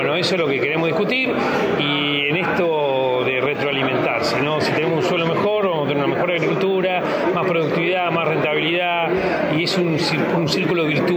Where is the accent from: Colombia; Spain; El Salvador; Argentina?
Argentina